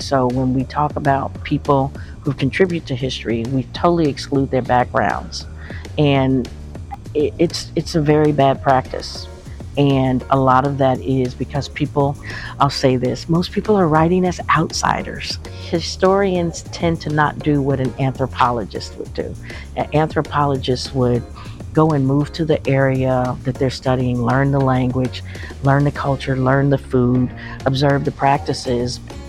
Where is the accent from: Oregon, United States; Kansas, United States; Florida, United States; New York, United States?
Kansas, United States; Kansas City; Kansas girl anymore. That was a reality check. You know, because you move places and you tell people, oh, I'm from Kansas City, and then you think that you always have that tie there.